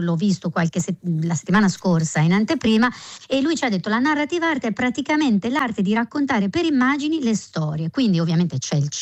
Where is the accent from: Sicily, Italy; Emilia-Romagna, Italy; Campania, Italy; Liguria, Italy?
Emilia-Romagna, Italy; Bologna; Io sono pure bolognese